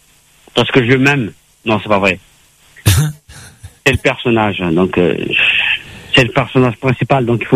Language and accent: French; Madagascar; moved away; also born or lived in Réunion; quand j'étais enfant en Madagascar, dans le village de Tchastaf